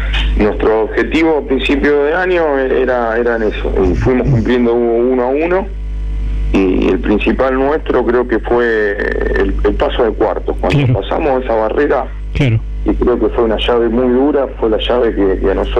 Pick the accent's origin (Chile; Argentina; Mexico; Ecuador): Argentina; Federación, Entre Ríos; Te vuelvo a repetir, yo de donde vengo, en Federación estoy acostumbrado a esto, a tener solamente cuatro por año, a hacernos fuerte con los locales